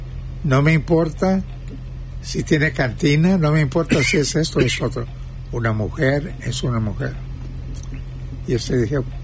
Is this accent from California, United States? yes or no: no; Rio Grande City, Texas, United States